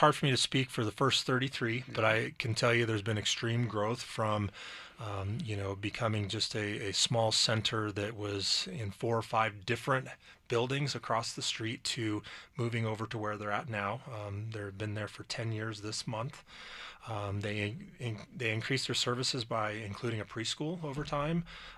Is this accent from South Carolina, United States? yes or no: no; Loveland, Colorado, United States; also born or lived in Fort Collins, Colorado / Kansas; So I grew up in the Front Range. I grew up in Loveland, Fort Collins. Went to school out in Kansas and then moved back to the Front Range.